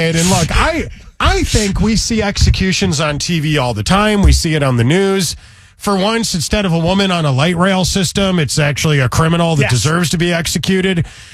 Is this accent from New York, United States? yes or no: no; Chicago, Illinois, United States; I'm from Chicago.